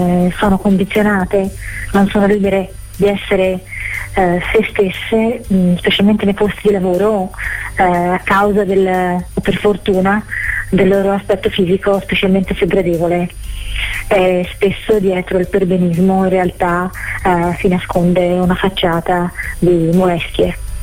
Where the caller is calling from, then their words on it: Florence, Tuscany, Italy; sono di Firenze